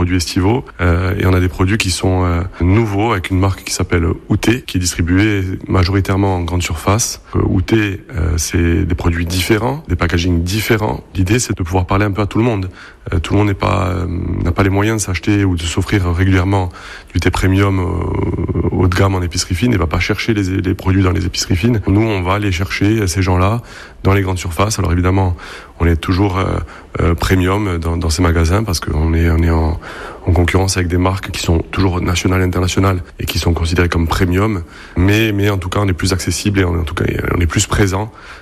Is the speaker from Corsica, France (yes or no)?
yes; Biguglia, Corsica, France; Moi, je suis de Bigouglia, donc j'ai grandi à Bigouglia, on a créé l'entreprise à Bigouglia.